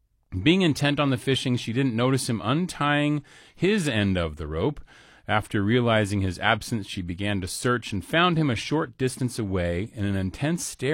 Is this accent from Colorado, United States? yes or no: no; Alaska, United States; Because, you know, obviously as an fellow Alaskan, you know, when we go outside, we say we're from Alaska.